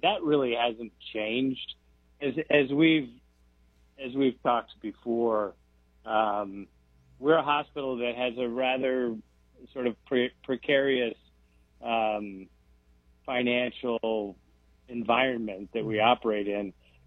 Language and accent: English; United States; being an American and having this, you know, incredible privilege to live in this country.